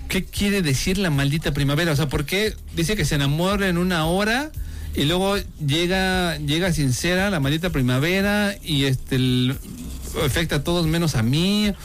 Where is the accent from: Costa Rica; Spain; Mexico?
Mexico; Mexico City; Soy chilango.